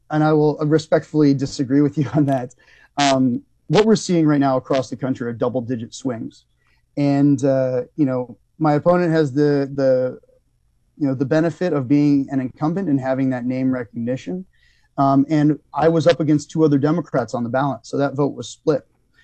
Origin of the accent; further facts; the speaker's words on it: Amador County, California, United States; I grew up in Amador County.